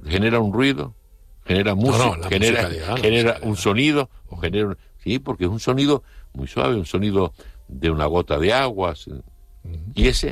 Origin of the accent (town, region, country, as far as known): Canary Islands, Spain